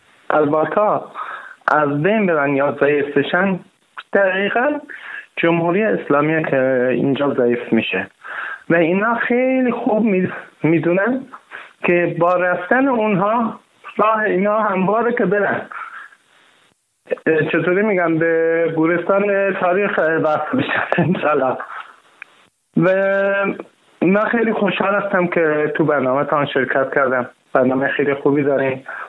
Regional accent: Iran; now in Israel; ما ایران خیلی دوست داریم، ایران زمین ماست، ما تو ایران بزرگ شدیم، خیلی خیلی افتخار میکنیم به ایران.

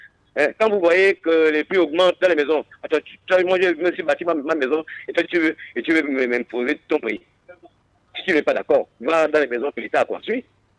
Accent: Makoko, Gabon; Le Gabon, c'est pour tous les Gabonais. Chez moi, à Makoko, on trouve toutes les nationalités là-bas.

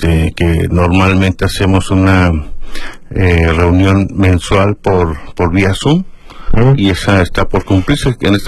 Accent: Mexico; nosotros como mexicanos

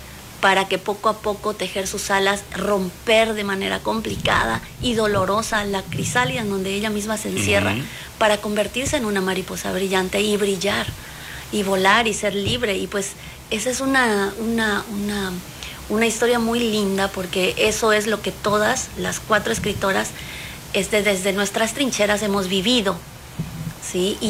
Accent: Paraguay; now in Mexico; yo soy paraguaya, yo no soy mexicana, vivo hace muchos años en México.

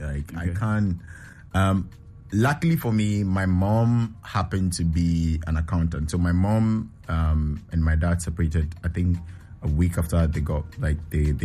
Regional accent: Dodoma, Tanzania; So yeah, I grew up in Dodoma from the KJB district

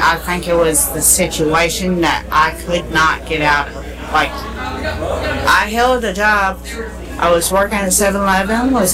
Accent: Abbeville, South Carolina, United States; now in Anderson, United States; I pretty much grew up out here in Abbeville.

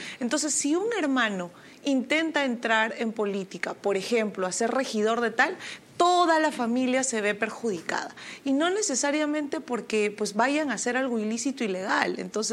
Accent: Jauja, Junín, Peru; Yo soy de Jauja, de la primera capital del Perú.

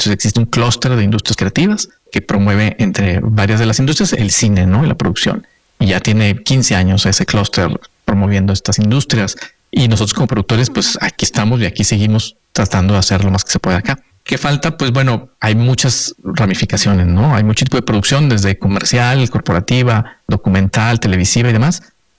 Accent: Nuevo León, Mexico; La verdad es que yo soy de Nuevo León y yo encantado de filmar aquí siempre que puedo

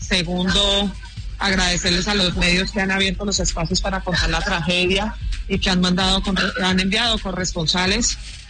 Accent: Colombia; now in Mexico; Como colombianos nos unimos

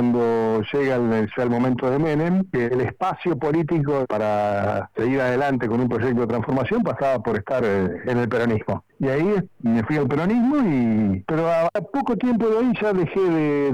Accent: Tres Lomas, Buenos Aires Province, Argentina; estando en mi pueblo, en Tres Lomas, un pueblo de 7.000 habitantes

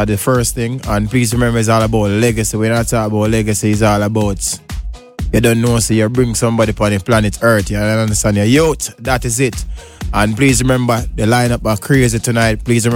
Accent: Jamaica; as a Jamaican selector

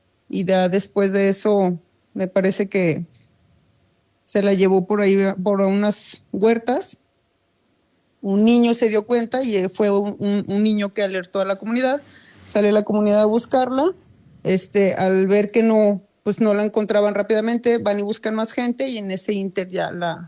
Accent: Tabasco, Mexico; en la zona de donde somos, de Tabasco

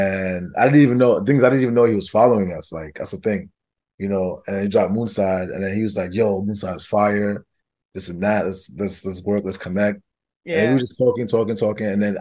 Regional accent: Nigeria; also born or lived in New York; now in Los Angeles, United States; coming from Nigeria to America, though, that one was like, it was a culture shock because, you know, they didn't understand like it, my accent

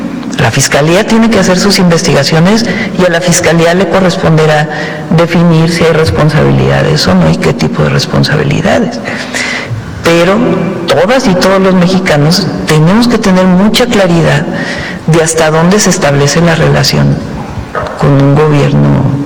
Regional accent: Mexico; No, pero tenemos que ser muy serios como mexicanos

